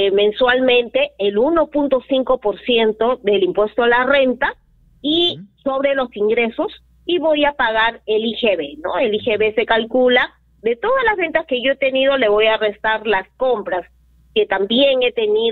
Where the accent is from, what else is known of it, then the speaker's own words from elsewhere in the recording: Peru; Así como el DNI nos identifica como ciudadanos peruanos